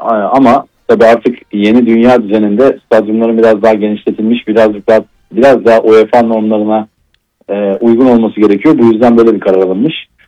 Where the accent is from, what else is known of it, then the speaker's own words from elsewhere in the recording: Eyüp, Istanbul, Turkey; born there; Ben de Eyüp Sultan doğumluyum zaten.